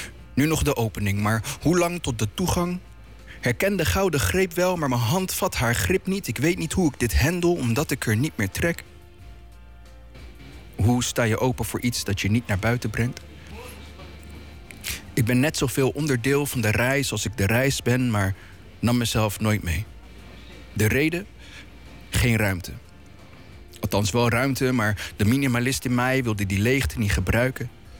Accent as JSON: {"language": "Dutch", "town": "Rotterdam", "region": "South Holland", "country": "Netherlands", "said": "Als Rotterdammer"}